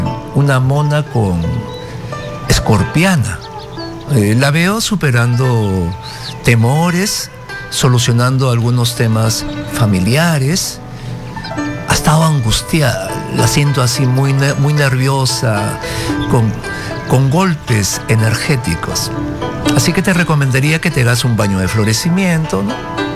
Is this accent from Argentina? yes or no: no; China; Para nosotros los chinos